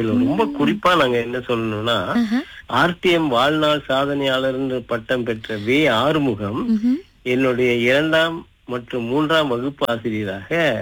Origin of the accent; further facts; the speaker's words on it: Malacca, Malaysia; நான் வந்து மலாக்கா இருக்கக்கூடிய புக்கிதாசகான் தோட்டத்துல பக்கத்துல ஓசிங் சான் என்ற ஒரு சீனர் தோட்டத்துல பிறந்து வளர்ந்தேன்.